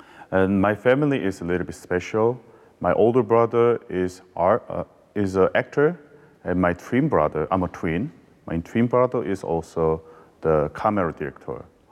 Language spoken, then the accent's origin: English; South Korea; English is a second language; moved away as an adult; now in Nuremberg, Germany; I'm from South Korea, and I'm 33 years old.